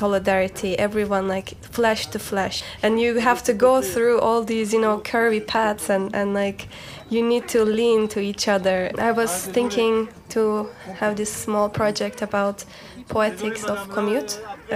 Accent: Istanbul, Turkey; it's such a symbol of my hometown, like neighborhood, because like in Istanbul there are so many public transportation in general

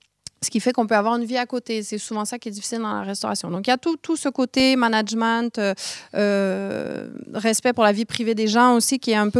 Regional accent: Quebec, Canada; moved away as an adult; now in France; je viens du Québec.

